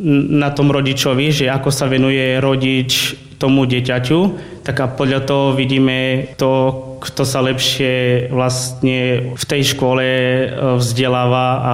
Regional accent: Vítkovce, Košice Region, Slovakia; pochádzam z Vitkoviec

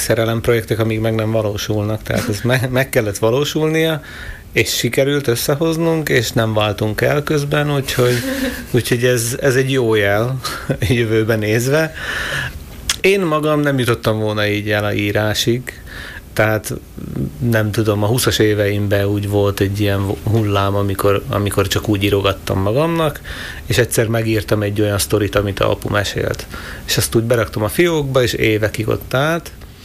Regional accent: Šamorín, Trnava Region, Slovakia; Én 40 éve élek ebben a házban. Közben éltem külföldön is, utazgattam sokat, úgyhogy de most így stabilan 40 éve vagyok ide bejelentve

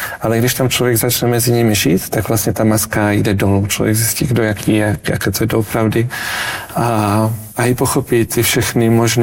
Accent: Brno, South Moravian Region, Czechia; Pocházím z Brna, narodil jsem se vlastně v křesťanské rodině a můj otec je pravoslavný kněz.

